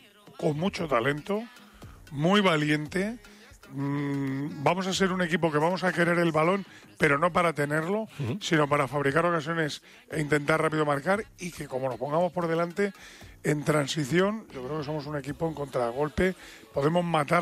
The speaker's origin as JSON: {"language": "Spanish", "country": "Spain", "said": "¿De dónde eres? Y le dije, de España."}